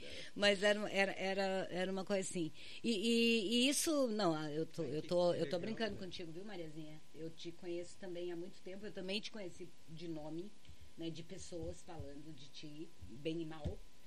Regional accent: Pelotas, Rio Grande do Sul, Brazil

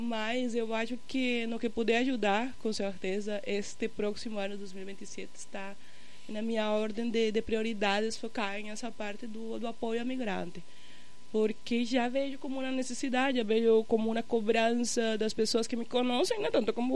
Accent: Venezuela; now in Brazil; eu sou da Venezuela

